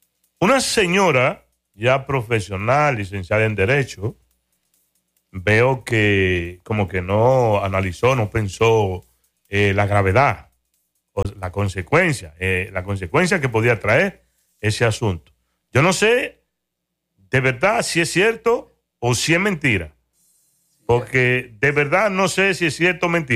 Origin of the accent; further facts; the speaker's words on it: Dominican Republic; nosotros, como dominicanos